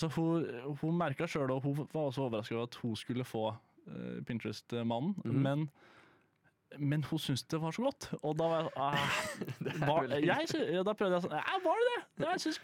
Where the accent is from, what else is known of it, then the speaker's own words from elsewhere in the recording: Buskerud, Norway; now in Oslo, Norway; Han hadde alt som jeg har sett på når jeg flyttet til Oslo fra Hallingdal.